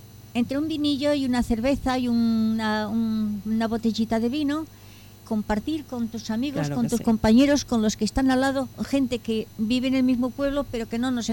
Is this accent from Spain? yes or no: no; Lisbon, Portugal; Los gelatos los recuerdo de mi tiempo de niña en Lisboa